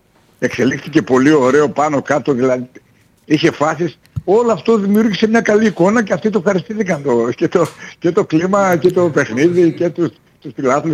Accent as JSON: {"language": "Greek", "town": "Ampelokipoi", "region": "Central Macedonia", "country": "Greece", "said": "το πιστοποιητικό γέννησης λέει αμπελόκηπη, είναι η πόλη μου."}